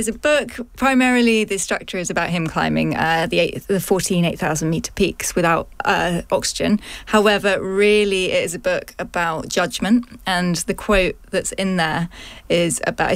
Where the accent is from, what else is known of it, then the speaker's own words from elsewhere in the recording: Suffolk, East of England, United Kingdom; I grew up in Suffolk, which doesn't exactly have mountains, but it has a lot of countryside